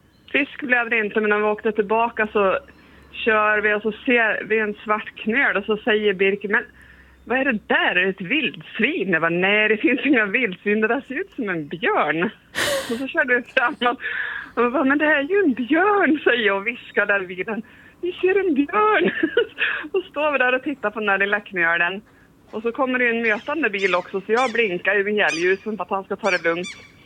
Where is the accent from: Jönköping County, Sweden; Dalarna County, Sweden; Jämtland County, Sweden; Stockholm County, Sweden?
Jämtland County, Sweden; man född och vuxen i Jämtland och i stort sett bott i Jämtland hela mitt liv